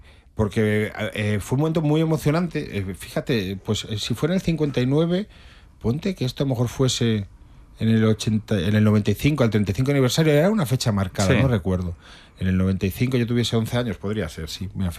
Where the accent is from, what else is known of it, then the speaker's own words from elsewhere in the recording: Ribadelago, Castile and León, Spain; En mi pueblo, se llama Riva del Lago, hubo una tragedia, se rompió una presa en los años 50, en el año 59.